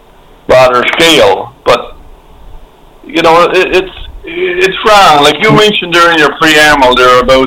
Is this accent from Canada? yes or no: yes; Canada; the Canada that I'm a senior, the Canada that I grew up